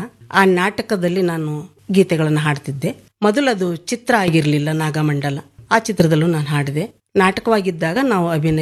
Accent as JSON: {"language": "Kannada", "town": "Esur", "region": "Karnataka", "country": "India", "tie": "born or raised there", "said": "ಅಂತ ಊರಿನಲ್ಲಿ ನಾನು ತುಂಬಾ ಕಡು ಬಡತನದಲ್ಲಿ ಹುಟ್ಟಿದೆ ಸರ್. ತುಂಬಾ ಬಡತನದಲ್ಲಿ ನಾವು ಬೆಳೆದದ್ದು."}